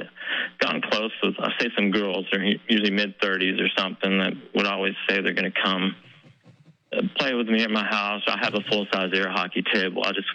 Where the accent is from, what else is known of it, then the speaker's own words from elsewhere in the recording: Weatherford, United States; I was eating at my a pizza place in my hometown of Weatherford I grew up in.